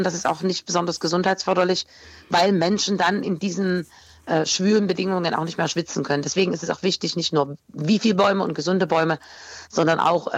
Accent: Leipzig, Saxony, Germany; gerade hier in meiner Heimatstadt Leipzig

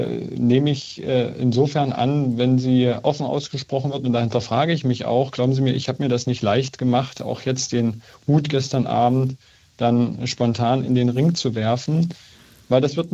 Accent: Saxony-Anhalt, Germany; dass unsere Heimat, dass meine Heimat Sachsen-Anhalt wieder auf den richtigen Weg kommt.

